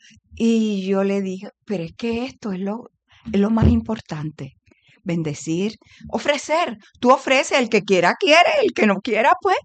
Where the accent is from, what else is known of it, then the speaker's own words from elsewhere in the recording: Aguadilla, Puerto Rico; Y resulta que voy a Aguadilla, que yo soy oriunda de Aguadilla, un lunes a las 7 de la mañana a la Santa Misa